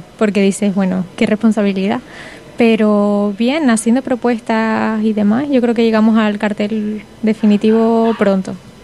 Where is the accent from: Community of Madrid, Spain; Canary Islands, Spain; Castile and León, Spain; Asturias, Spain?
Canary Islands, Spain; El Hierro; Soy del Hierro.